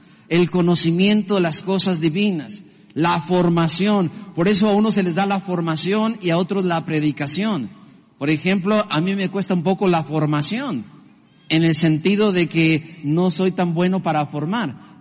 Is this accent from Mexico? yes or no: yes; Mexico; now in Los Angeles, United States